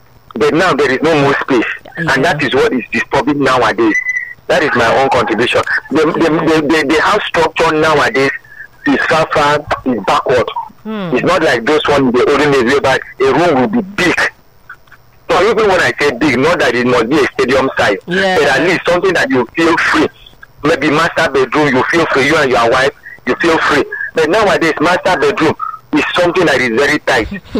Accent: Cross River, Nigeria; when I was still growing up in Cross River State

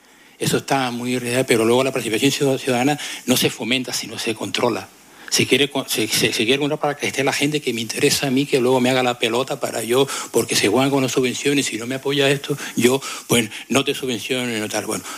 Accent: Granadilla de Abona, Canary Islands, Spain; Yo soy de un municipio ya es como a partir de 50.000 habitantes ya es, se considera grande, ¿no?

